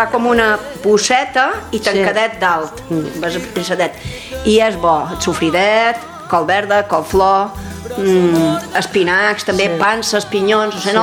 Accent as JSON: {"language": "Catalan", "area": "Menorca", "region": "Balearic Islands", "country": "Spain", "also_born_or_lived": "Palma", "said": "Jo som menorquina"}